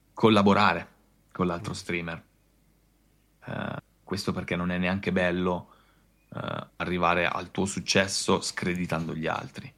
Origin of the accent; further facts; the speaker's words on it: Milan, Lombardy, Italy; Anche se, ti dirò, da milanese, con papà napoletano, mamma comasca, io il pezzettino di cuore l'ho lasciato in Sardegna.